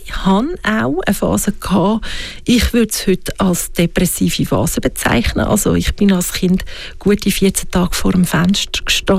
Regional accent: Switzerland; Wir sind ja sehr eine fehlerkultivierte Gesellschaft als Schweizer.

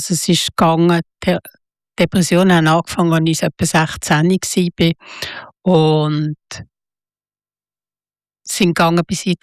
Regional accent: Basel, Basel-Stadt, Switzerland; Das war so eine Jugendhauszeit und ich bin in Basel aufgewachsen, oder?

